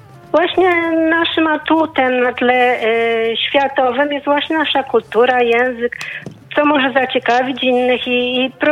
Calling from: Warsaw, Masovian Voivodeship, Poland; z Warszawy.

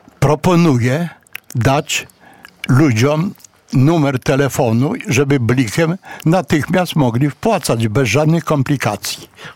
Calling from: Warsaw, Masovian Voivodeship, Poland; z Żoliborza Warszawskiego.

